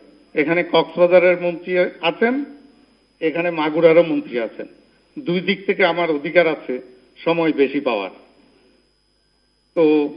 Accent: Cox's Bazar district, Chittagong Division, Bangladesh; born there; আমি গর্ববোধ করি আমার বাড়ি ওনার জেলায়।

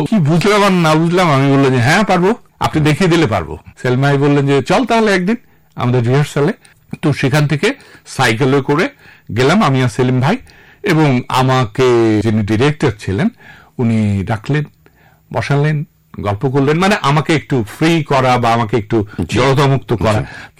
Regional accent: Rajshahi Division, Bangladesh; আমি মূলত রাজশাহীর ছেলে, গ্রামের স্কুলেই প্রাইমারি পর্যন্ত লেখাপড়া

